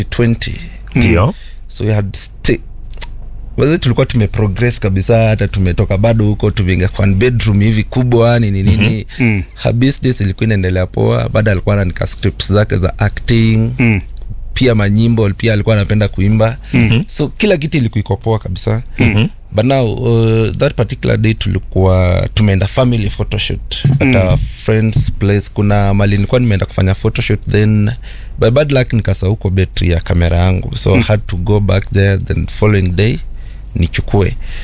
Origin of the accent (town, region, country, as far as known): Butere, Kakamega County, Kenya; moved away